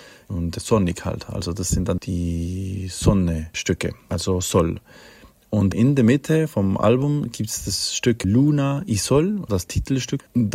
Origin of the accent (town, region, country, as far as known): Switzerland; born or raised there; moved away as an adult